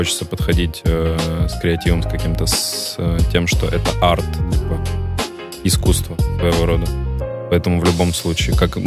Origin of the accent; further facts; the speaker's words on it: Vologda, Vologda Oblast, Russia; Мой родной город.